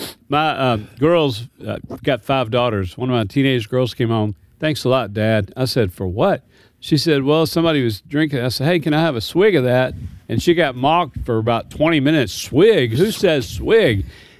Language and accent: English; Kentucky, United States; I grew up in Kentucky. One of my daughters said she had wanted a swig of something, and everybody laughed at her at school.